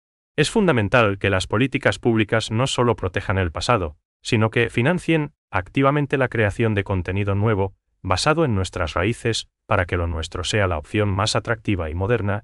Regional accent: Paraguay

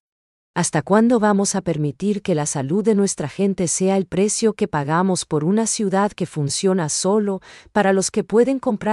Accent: Paraguay; nos toca el orgullo como paraguayos.

